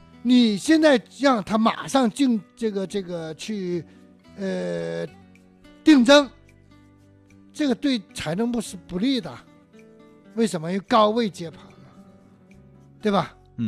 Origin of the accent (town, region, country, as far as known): China